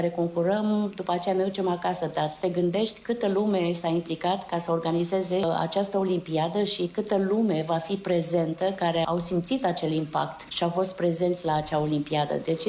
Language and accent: Romanian; Romania